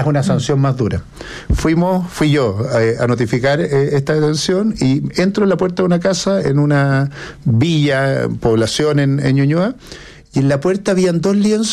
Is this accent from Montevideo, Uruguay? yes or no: yes; Montevideo, Uruguay; Por supuesto, yo estuve en el liceo y me crié en la Colón 9000.